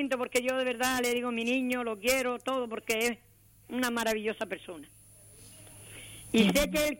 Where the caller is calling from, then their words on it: Vecindario, Canary Islands, Spain; Aquí mismo en vecindario